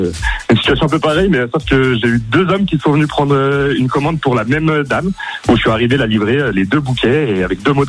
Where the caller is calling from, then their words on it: Chaponost, Auvergne-Rhône-Alpes, France; De Chaponneau, là, actuellement.